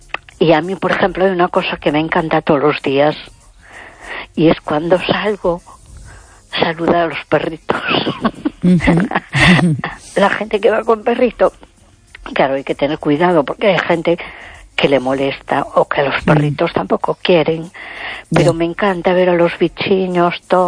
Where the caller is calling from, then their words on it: A Coruña, Galicia, Spain; de Coruña.